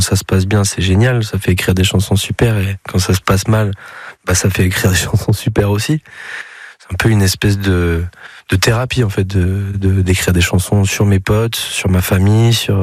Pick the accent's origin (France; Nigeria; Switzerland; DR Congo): France; Bergerac, Nouvelle-Aquitaine; born there; Je suis né à Bergerac et ce qui est marrant dans ma famille, c'est que il n'y a pas un seul Périgord que je ne connais pas parce que chaque membre de ma famille sont un peu explosés un petit peu partout.